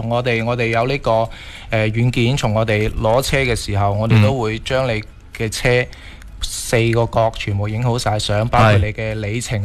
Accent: Guangdong, China; 对于我哋广东人嘅习俗嚟讲呢

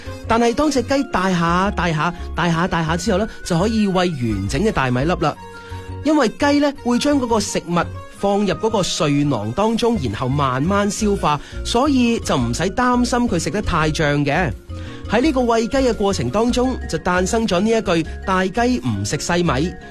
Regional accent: Guangdong, China

